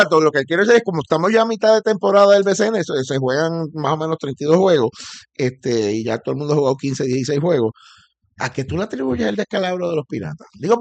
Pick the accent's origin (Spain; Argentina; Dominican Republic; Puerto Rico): Puerto Rico; San Juan; El viejo mío, además de que yo soy sanjuanero, el viejo mío jugó 2 años con los cangrejeros de Santurce.